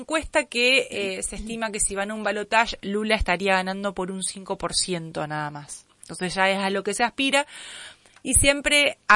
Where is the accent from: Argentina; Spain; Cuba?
Argentina; Me duele decir esto como argentina